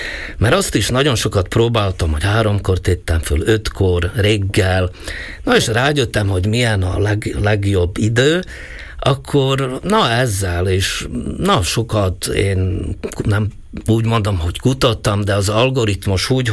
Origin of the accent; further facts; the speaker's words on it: Slovakia; Hát, mert én a szlovák-magyar vagyok